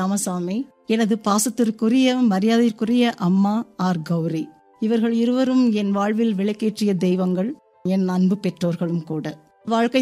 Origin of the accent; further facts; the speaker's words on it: Vathalagundu, Tamil Nadu, India; now in Madurai, India; நான் பிறந்து வளர்ந்தது எல்லாம் வத்தலக்குண்டு என்ற ஊரில் தான். எனது பெற்றோர்களுடனும் மற்ற குடும்ப உறுப்பினர்களுடனும் நான் தற்போது வாழ்ந்து கொண்டிருக்கிறேன்.